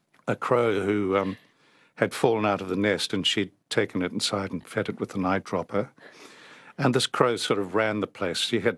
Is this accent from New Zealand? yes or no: yes; New Zealand; also born or lived in Omagh, Northern Ireland; And I was born in Omagh, Northern Ireland, as a result of that. We left in 1954 or 5, something like that. And as a result, I was spared all the agonies of the Troubles, and I was brought up in New Zealand.